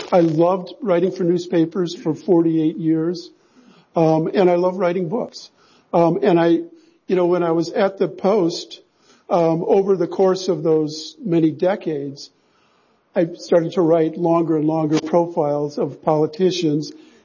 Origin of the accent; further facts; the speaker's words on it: Madison, Wisconsin, United States; born there; also born or lived in Detroit; I was born in Detroit, moved around the first 8 years of my life and ended up in Madison, Wisconsin.